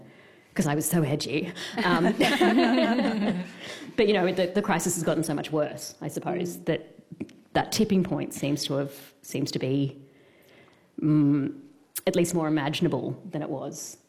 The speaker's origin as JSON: {"language": "English", "town": "Sydney", "region": "New South Wales", "country": "Australia", "said": "I've been a long-term renter for a very long time, and I am from Sydney, which is sort of the epicenter of the housing crisis, if you like."}